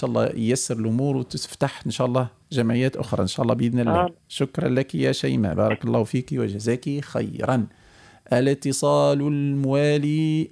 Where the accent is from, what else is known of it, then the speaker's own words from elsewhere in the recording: Tunisia; accent: Tunisian; اللي احنا بلهجتنا التونسية نقول رزينة